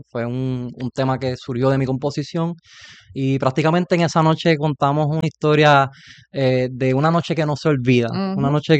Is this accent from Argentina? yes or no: no; Puerto Rico; Muchos puertorriqueños entramos al ejército por eso, por la necesidad.